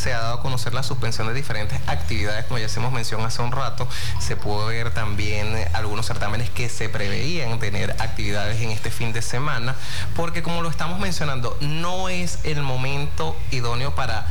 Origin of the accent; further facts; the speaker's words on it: Monagas, Venezuela; estamos en el estado Monagas